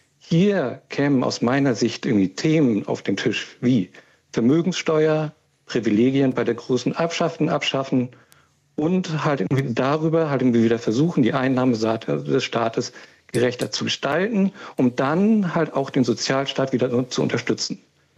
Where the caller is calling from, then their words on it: Bordesholm, Schleswig-Holstein, Germany; Ich rufe aus Bordesholm an. Das liegt in Schleswig-Holstein.